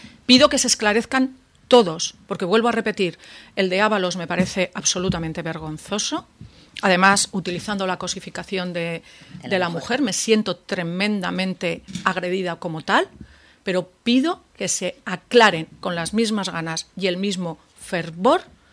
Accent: Teruel, Aragon, Spain; pero como turolense y como aragonesa quiero cero corrupción en mi tierra y no la hay.

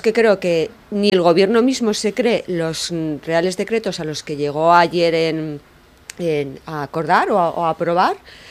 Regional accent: Spain

